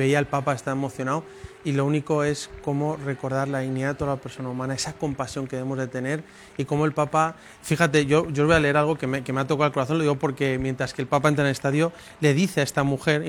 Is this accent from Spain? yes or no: yes; Spain; Bueno, como español ha sido impresionante